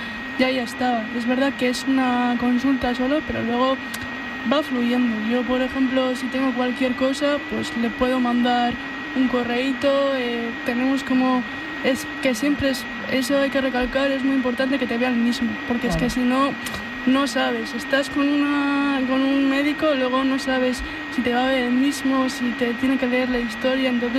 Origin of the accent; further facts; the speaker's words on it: Basque Country, Spain; como soy del País Vasco